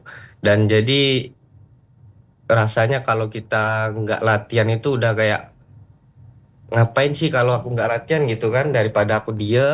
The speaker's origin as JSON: {"language": "Indonesian", "region": "South Sumatra", "country": "Indonesia", "tie": "born or raised there", "said": "SD-nya saya kebetulan dari Kabupaten Oku Timur"}